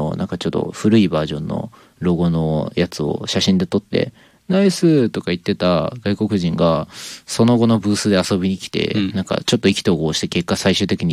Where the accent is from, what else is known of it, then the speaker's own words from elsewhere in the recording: Nagano, Japan; now in Ishikawa, Japan; 僕の地元、僕長野なんですけど